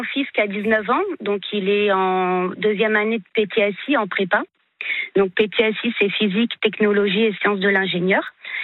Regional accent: Île-de-France, France; Moi, j'ai grandi près de Gare-Charcel

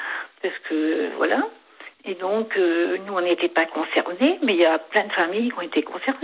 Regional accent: Brittany, France; moved away; je suis originaire des Côtes d'Armor aussi

